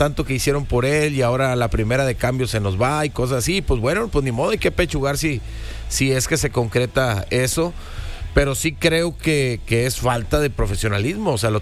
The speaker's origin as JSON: {"language": "Spanish", "town": "Monterrey", "region": "Nuevo León", "country": "Mexico", "said": "como somos los regios"}